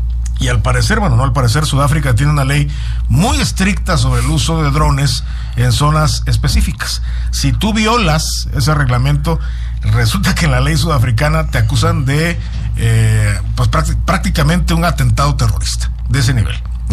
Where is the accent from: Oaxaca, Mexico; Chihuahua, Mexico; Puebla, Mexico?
Chihuahua, Mexico; Nuevo Casas Grandes; born there; nacimos en Nuevo Casas Grandes.